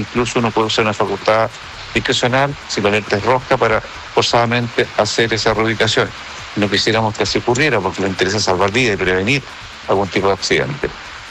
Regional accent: Chile; lo que demuestra que en los momentos de crisis nos unimos como chilenos

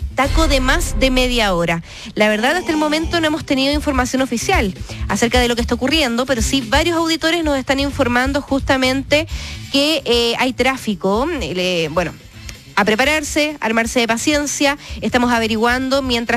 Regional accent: Uruguay; now in Rancagua, Chile; la uruguaya de Rancagua, ahí sí.

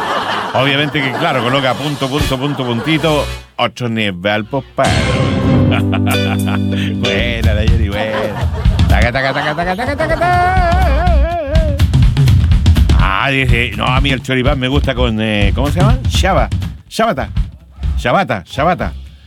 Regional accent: Talcahuano, Biobío, Chile; born there; Y yo nací en Talcahuano, por eso yo soy bueno para los piures, las machas.

